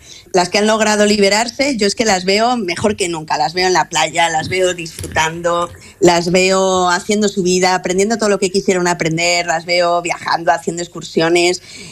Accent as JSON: {"language": "Spanish", "town": "Madrid", "region": "Community of Madrid", "country": "Spain", "tie": "born or raised there", "said": "yo que me he criado en Madrid, ¿verdad?, toda mi vida"}